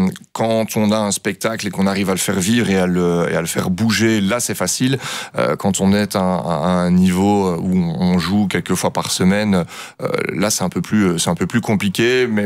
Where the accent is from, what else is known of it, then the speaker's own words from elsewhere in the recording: Wallonia, Belgium; quand on est issu de la province de Luxembourg